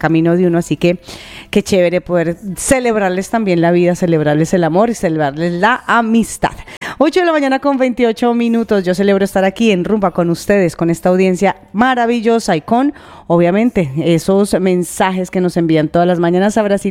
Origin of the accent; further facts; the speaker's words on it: Colombia; now in Spain; a lo largo de estos años como colombiana en el exterior, como colombiana en España